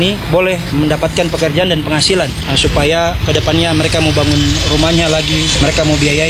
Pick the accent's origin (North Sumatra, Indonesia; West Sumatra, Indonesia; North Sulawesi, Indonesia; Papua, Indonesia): Papua, Indonesia; Biak; kehadiran kami di sini murni sebagai anak Biak